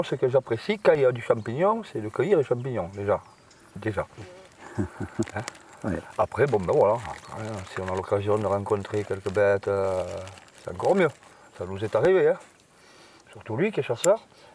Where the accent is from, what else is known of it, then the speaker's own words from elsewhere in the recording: Puyvert, Provence-Alpes-Côte d'Azur, France; Ouais, ouais, nous on est de Puyvert.